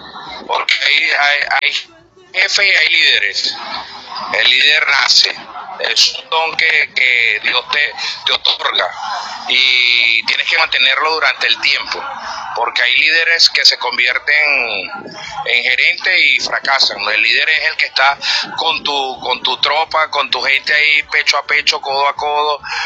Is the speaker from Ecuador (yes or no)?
no; Lara, Venezuela; now in La Guaira, Venezuela; Bueno, extraño mucho mi tierra, porque si me todo está a Lara, pero...